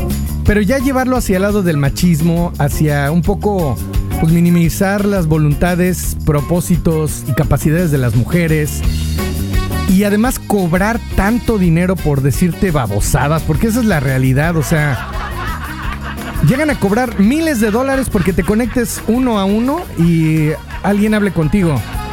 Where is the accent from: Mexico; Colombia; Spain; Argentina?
Mexico; pero en México el acento español es para los chistes. O sea, nos educaron a eso.